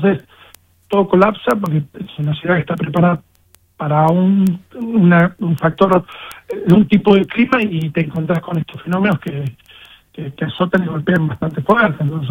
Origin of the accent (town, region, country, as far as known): Pico Truncado, Santa Cruz, Argentina